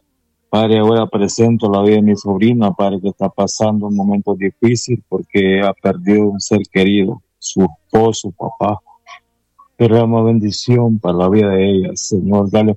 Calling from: Honduras; Siempre, hermano, de Moraicito.

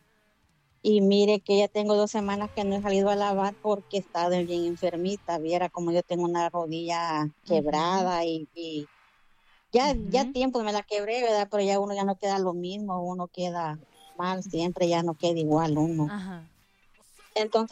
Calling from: San Pedro Sula, Cortés, Honduras; Yo vivo en Cerrito Lindo.

